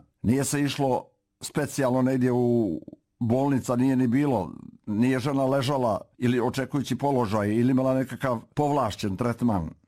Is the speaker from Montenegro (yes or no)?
yes; Morakovo, Nikšić Municipality, Montenegro; u onom mom zavičaju odakle sam ja, gdje sam rođen, gdje sam nastao, gdje sam rastao, a to je Nikšićki kraj i selo Morakovo u Župi Nikšićkoj, planinsko selo.